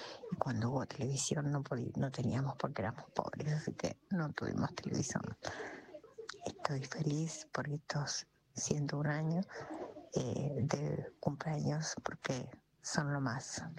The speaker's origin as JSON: {"language": "Spanish", "town": "Bella Vista", "region": "Buenos Aires Province", "country": "Argentina", "said": "de Puerta 4, Bella Vista, pero ahora viviendo José"}